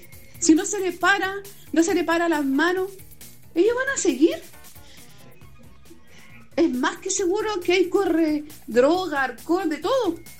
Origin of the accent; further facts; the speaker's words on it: Lota, Biobío, Chile; yo soy nacida y criada en Lota.